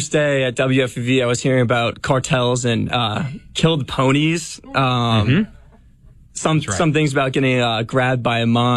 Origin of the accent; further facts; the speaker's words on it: New Jersey, United States; accent: slight regional accent; now in New York, United States; I'm from New Jersey, Jersey Shore guy. I just graduated from Fordham University, so go Rams. Not as good as your Wildcats. We don't win much when it comes to football, but yeah, New Jersey guy. Work on the Jersey Shore.